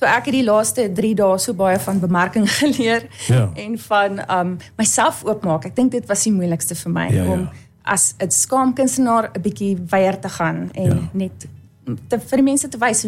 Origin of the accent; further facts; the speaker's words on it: Hartbeespoort, North West, South Africa; Ek is van Hartie Spoort oorspronklik. Ek is 'n onderwyseres hierso al vir 15 jaar.